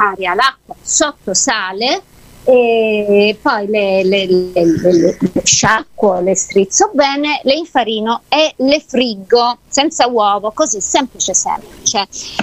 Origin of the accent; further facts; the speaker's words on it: Apulia, Italy; Io sono salentina, certo.